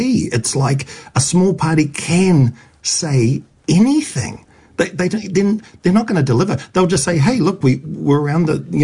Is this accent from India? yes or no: no; Auckland, New Zealand; he knows I come from Otahuhu, which was a Labour stronghold.